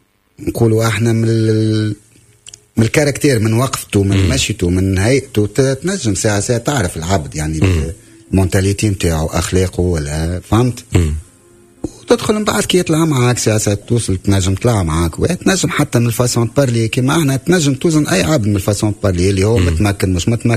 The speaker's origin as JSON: {"language": "Arabic", "country": "Tunisia", "said": "احنا توانسة"}